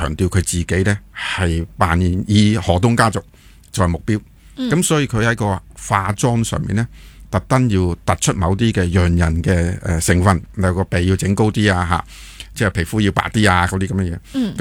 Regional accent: Hong Kong

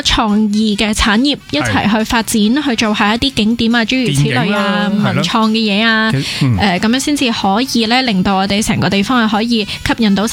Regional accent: Hong Kong

